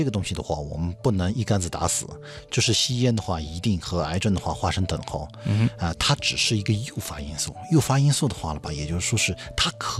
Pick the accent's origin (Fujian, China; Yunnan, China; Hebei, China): Yunnan, China